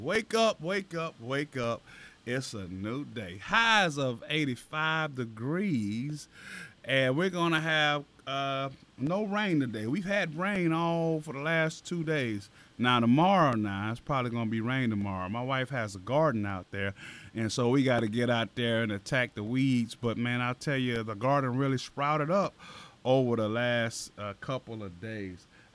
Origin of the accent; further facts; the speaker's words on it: West Palm Beach, Florida, United States; also born or lived in Abilene, Texas; I was born in Texas. I was born in Abilene, Texas, raised in West Palm Beach, Florida. And so I'm from the South. I know y'all hear my voice, and that's what it is.